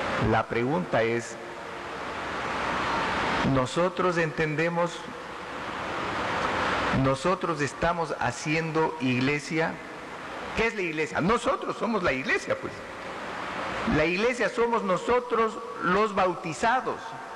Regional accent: Ecuador; Ese 80% de los ecuatorianos estamos viviendo la palabra

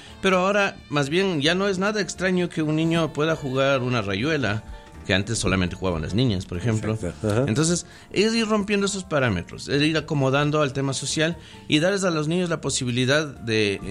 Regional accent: Quito, Pichincha, Ecuador; Yo crecí en la Tola

